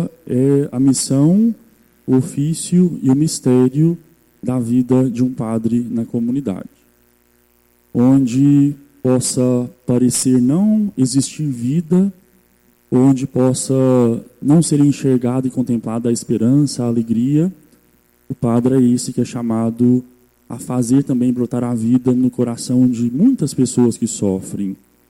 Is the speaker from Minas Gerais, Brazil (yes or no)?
yes; Carmo do Cajuru, Minas Gerais, Brazil; Lá em Carmo do Cajuru, a minha terra natal, o lugar que me gerou